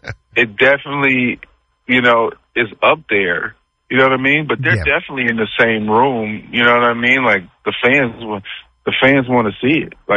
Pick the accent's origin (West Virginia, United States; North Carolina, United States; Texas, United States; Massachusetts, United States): Massachusetts, United States; Boston; I'm a Boston fan. I'm from Boston. I'm from Dorchester. I'm from Mattapan.